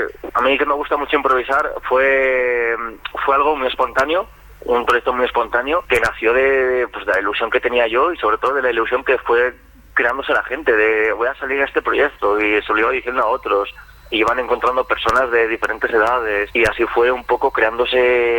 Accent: El Burgo de Osma, Castile and León, Spain; mi pueblo, que es el Burgo de Osma.

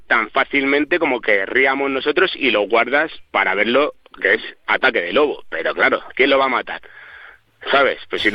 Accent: Madrid, Community of Madrid, Spain; moved away as an adult; now in San Bartolomé de Pinares, Spain; Yo soy una persona que soy madrileño, pero llevo viviendo en el pueblo 20 años y yo no me quiero ir del pueblo para nada.

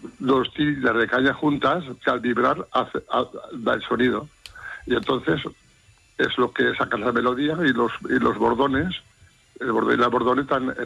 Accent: Sariñena, Aragon, Spain; Soy nacido en Sariñena, es residente de Sariñena.

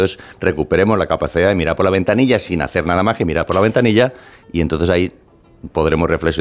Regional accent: Spain; born or raised there; now in United States

